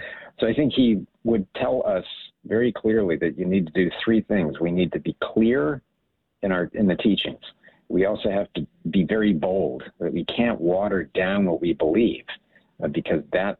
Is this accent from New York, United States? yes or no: no; Hawaii, United States; also born or lived in Germany; Born in Germany, grew up in Hawaii, military family.